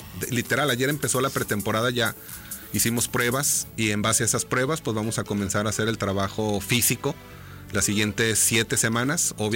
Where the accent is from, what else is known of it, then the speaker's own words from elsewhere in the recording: Aguascalientes, Mexico; para mí es un orgullo decir vengo de México, y pues obviamente te preguntan de qué parte de México y decir es de Aguascalientes, que aunque es un estado muy pequeño